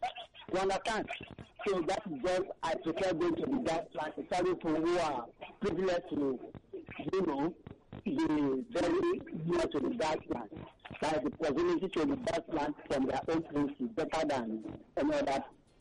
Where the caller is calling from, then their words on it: Abuja, Federal Capital Territory, Nigeria; I'm calling from Abuja.